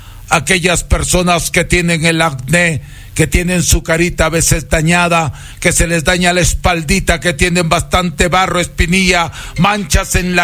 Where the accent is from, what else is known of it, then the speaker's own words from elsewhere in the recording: Huancabamba, Piura, Peru; moved away; yo soy peruano, huancabambino, y yo vengo, señor, de tierras lejanas